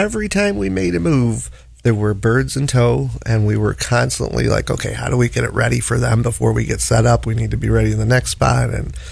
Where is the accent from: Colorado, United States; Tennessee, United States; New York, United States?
New York, United States; Rochester; I feel like it's extremely important to remind everyone that we were born and raised in Rochester here.